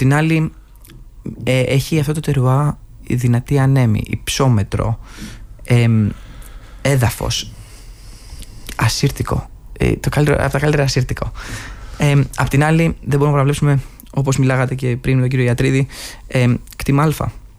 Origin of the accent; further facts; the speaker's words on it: Greece; Ένας Έλληνας, οι περισσότεροι κυρίως Έλληνες, είμαστε πολύ φιλικοί, πολύ φιλότιμοι.